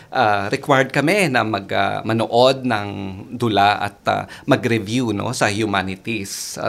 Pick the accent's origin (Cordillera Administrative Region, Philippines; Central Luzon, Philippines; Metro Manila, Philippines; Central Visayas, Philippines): Cordillera Administrative Region, Philippines; moved away as an adult; Ako ay pinanganak at lumaki sa Bulubundukin ng Ifugao. So, yes. Nakakapagsalita ako ng Tuwali at Ilocano, no? And then, I moved to Manila for college.